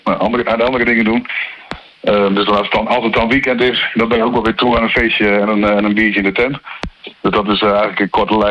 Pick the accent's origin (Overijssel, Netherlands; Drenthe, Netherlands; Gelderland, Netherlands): Drenthe, Netherlands; Rolde; now in Assen, Netherlands; Mijn Drentse roots gaan eigenlijk wel heel ver. Want ik ben in Assen geboren en in Rolde getogen, zeg ik altijd.